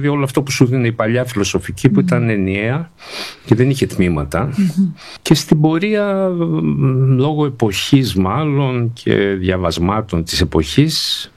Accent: Thessaloniki, Central Macedonia, Greece; moved away as an adult; also born or lived in Rethymno; now in Athens, Greece; Είμαι Θεσσαλονικιός πρώτα απ' όλα, οπότε Βέβαια. Δεν μου λείψε ποτέ, δηλαδή, ούτε έφυγα και ποτέ.

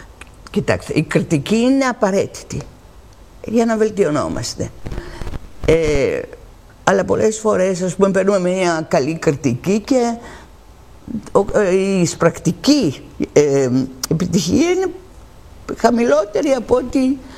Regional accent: Greece; είμαι πολύ περήφανη που είμαι Ελληνίδα και εδώ που ζω έχει γεννηθεί το θέατρο.

